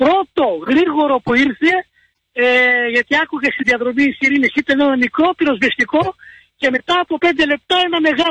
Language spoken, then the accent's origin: Greek; Greece; Ο καιρός μας βοηθάει εμάς σαν Έλληνες